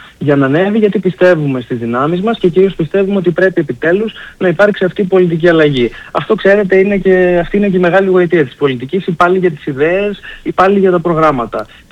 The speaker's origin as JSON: {"language": "Greek", "town": "Trikala", "region": "Thessaly", "country": "Greece", "tie": "born or raised there", "moved": "as an adult", "lives_now": "Athens, Greece", "said": "εγώ είμαι 30 χρονών, είμαι ένας νέος δικηγόρος. Γεννήθηκα και μεγάλωσα στα Τρίκαλα"}